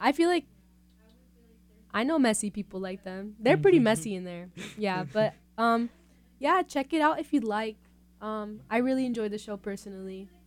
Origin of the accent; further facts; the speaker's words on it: San Diego, California, United States; I'm from San Diego.